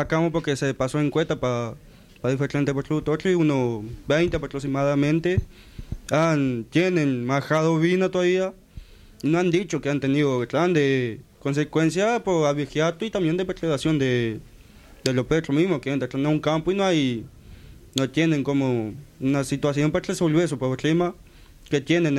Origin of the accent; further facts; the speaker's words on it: Melo, Cerro Largo, Uruguay; yo soy de Melo.